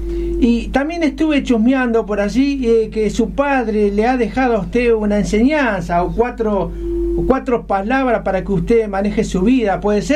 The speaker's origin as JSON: {"language": "Spanish", "region": "Salta", "country": "Argentina", "said": "salvo yo que soy el único salteño."}